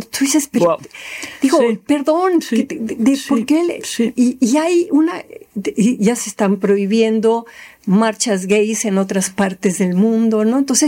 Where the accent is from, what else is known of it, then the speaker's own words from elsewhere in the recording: Mexico; Siendo mexicana